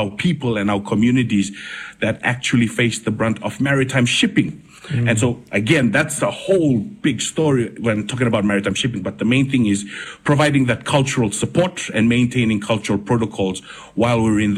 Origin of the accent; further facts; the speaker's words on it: Fiji; having been born and raised in Fiji, I always yearned for a connection to Rotuma